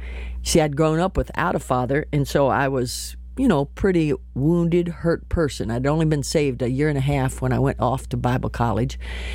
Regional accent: Martinsburg, West Virginia, United States; my hometown, Martinsburg, West Virginia.

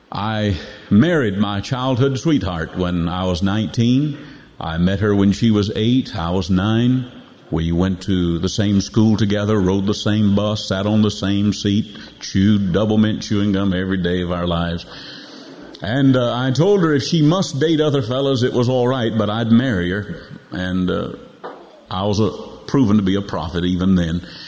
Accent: Panacea, Florida, United States; also born or lived in Tallahassee; I was born in Tallahassee, Florida, May the 4th, 1950, and was raised in Panacea, just a little fishing village down on the Gulf of Mexico.

